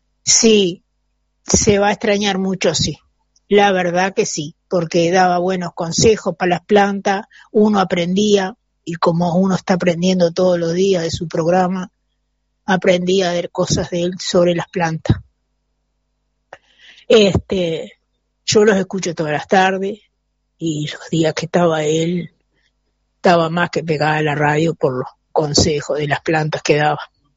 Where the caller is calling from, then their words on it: Tala, Canelones, Uruguay; de Canelones, Tala.